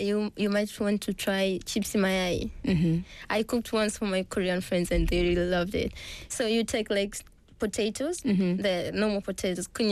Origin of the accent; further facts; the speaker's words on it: Tanga, Tanga Region, Tanzania; English is a second language; So in my country, in my hometown, right?